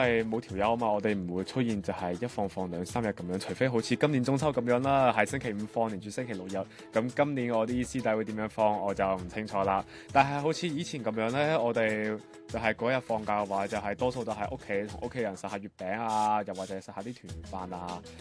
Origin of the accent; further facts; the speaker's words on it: Macau; 我是嚟自中国澳门的